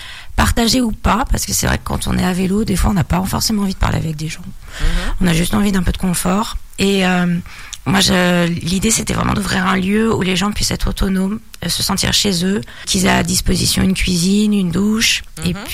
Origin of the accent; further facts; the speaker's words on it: Lyon, Auvergne-Rhône-Alpes, France; moved away as an adult; now in Nièvre, France; je suis nouvelle dans la Nièvre. Moi je suis pas d'ici, je suis lyonnaise et ça fait 10 ans que je suis venue.